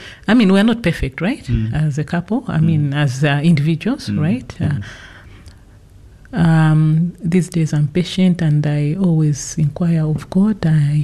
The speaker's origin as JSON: {"language": "English", "town": "Karonga", "region": "Northern Region", "country": "Malawi", "said": "I'm from Karunga. It's a Ngonde name."}